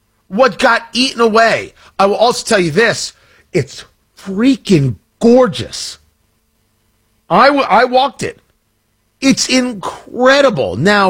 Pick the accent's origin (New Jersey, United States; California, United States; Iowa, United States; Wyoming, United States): New Jersey, United States; Middletown; I grew up in Middletown, New Jersey, and we had a place near us called Poricy Park.